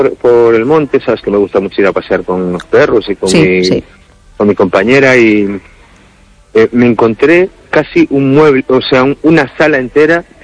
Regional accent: Cangas, Galicia, Spain; de cuando vivíamos de mi infancia en Masó, allí en Cangas

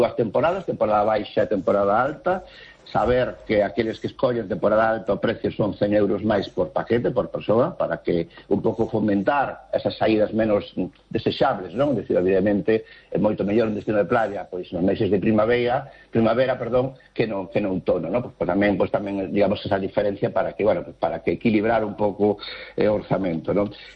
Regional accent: Galicia, Spain; isto tamén enriquece non só a nós, sino tamén a donde vamos nós tamén como galegos.

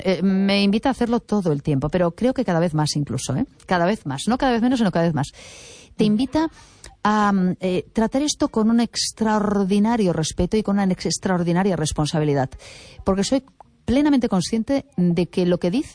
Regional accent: A Coruña, Galicia, Spain; now in Vigo, Spain; yo soy coruñesa de origen, hoy me siento especialmente coruñesa

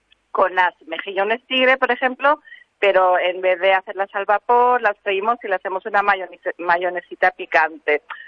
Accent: Spain; also born or lived in Germany; now in Laxe, Spain; Mis padres se mudaron a España cuando yo tenía un añito. Entonces uh-huh. He crecido en España y aquí, pues, toda la vida he ido al colegio aquí. Y luego, pues, he ido a vivir en muchos sitios

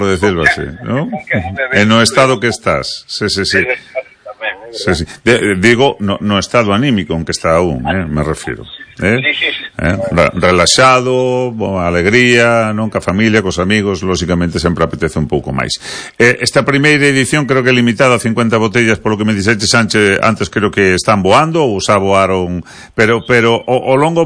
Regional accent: Galicia, Spain; E dime unha cousa, somos os galegos consumidores de whisky ou seguindo sendo máis de licores nosos tradicionais, non?

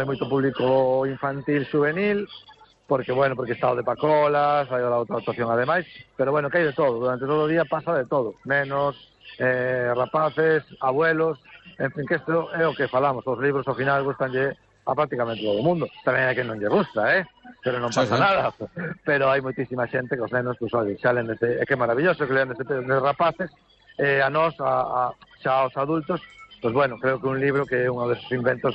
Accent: Bañobre, Galicia, Spain; se digo polo meu pueblo, ¿no? Bañobre, que decir, non somos nin concello, temos unha verbena, ¿no?

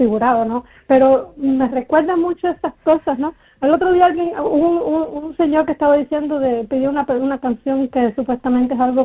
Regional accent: Cuba; now in Spain; Yo recuerdo haber escrito con mi familia y mis amistades después que me fui de Cuba, 30 años y pico después

